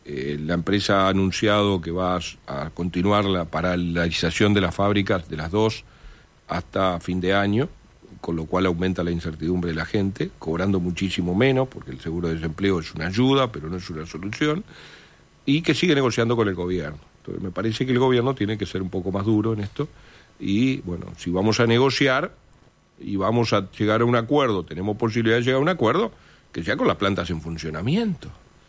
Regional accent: Paysandú, Uruguay; es una posición difícil porque soy de Paysandú

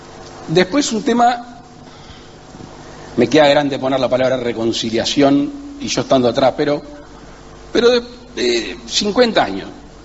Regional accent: Uruguay; yo soy el presidente de la República Oriental de Uruguay.

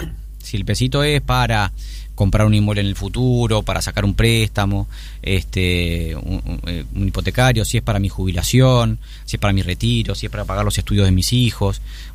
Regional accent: Uruguay

